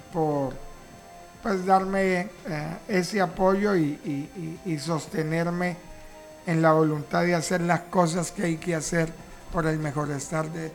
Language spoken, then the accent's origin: Spanish; Santander de Quilichao, Cauca, Colombia; moved away as an adult; now in Mercaderes, Colombia; Santander de Quilichao es mi tierra origen, pero Mercaderes es como Santander, porque acá desde luego es mi familia